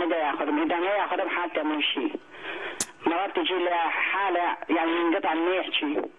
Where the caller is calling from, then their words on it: Vancouver, British Columbia, Canada; من كندا، فانكوفر